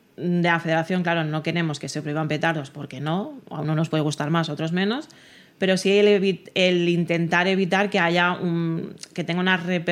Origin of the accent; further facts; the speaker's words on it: Spain; yo, que soy de Can Roca